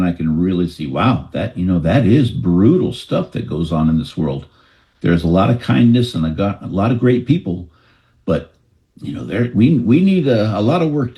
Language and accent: English; Marin County, California, United States; I grew up in Marin County, which connects to San Francisco via that Golden Gate Bridge.